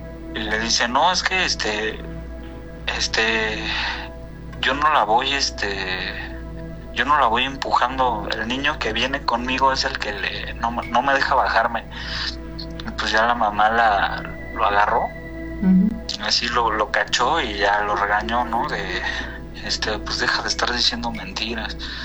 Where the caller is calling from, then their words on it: Mexico City, Mexico; De la Ciudad de México.